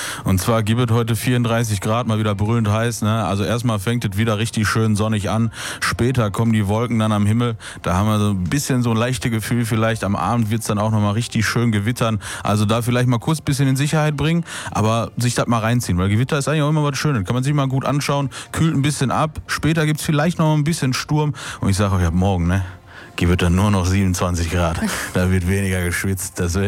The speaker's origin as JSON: {"language": "German", "town": "Essen", "region": "North Rhine-Westphalia", "country": "Germany", "tie": "born or raised there", "said": "Ich bin Essener, gebürtiger Essener."}